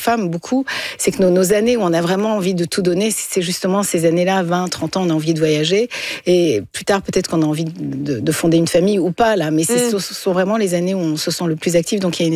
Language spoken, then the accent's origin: French; Montreal, Quebec, Canada; comme au Canada, au Québec, à Montréal. J'ai grandi à Montréal